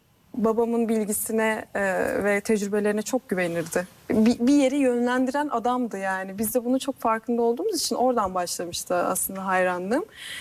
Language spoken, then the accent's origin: Turkish; Turhal, Tokat, Turkey; also born or lived in Mersin; Mersin doğumluyum. Hı. Ama benim çocukluğum ilkokuldan ortaokula kadar Tokat'ın Turhalı ilçesinde geçti.